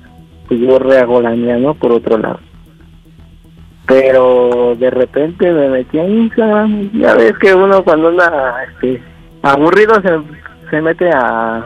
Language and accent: Spanish; Mexico City, Mexico; De aquí, de la Ciudad de México.